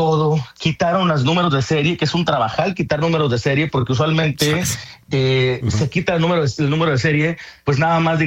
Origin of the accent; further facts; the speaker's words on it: Mexico; Yo tengo mi terruño pues sí, acá del otro, en una esquina de México.